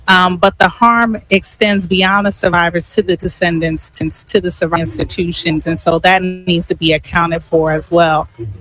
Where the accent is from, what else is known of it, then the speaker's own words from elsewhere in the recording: Tulsa, Oklahoma, United States; also born or lived in East Coast; I claim homes on the East Coast. I claim homes in my hometown or my birthplace in Tulsa, Oklahoma.